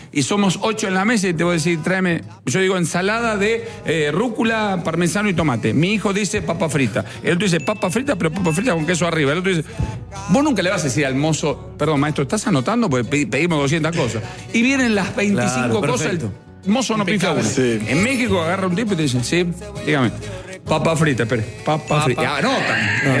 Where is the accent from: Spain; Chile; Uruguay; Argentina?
Argentina